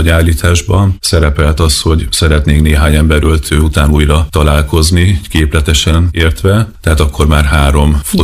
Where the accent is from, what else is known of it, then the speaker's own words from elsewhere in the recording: Szabolcs-Szatmár-Bereg, Hungary; én egy kis szabolcsi faluban nőttem fel, ott édesapám lelkész volt egészen nyugdíjas koráig, és én gyakorlatilag egy ilyen gyülekezetben nőttem fel, tehát egészen kisgyerekkoromban költöztünk oda